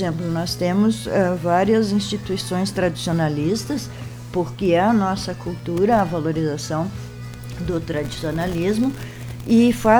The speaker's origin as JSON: {"language": "Portuguese", "town": "Cambará do Sul", "region": "Rio Grande do Sul", "country": "Brazil"}